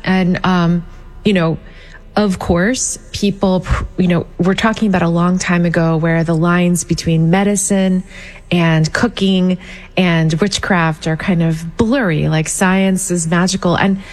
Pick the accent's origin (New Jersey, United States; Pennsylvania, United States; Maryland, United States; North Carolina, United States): Pennsylvania, United States; I was talking with your producer who's from West Virginia and I'm from Pennsylvania.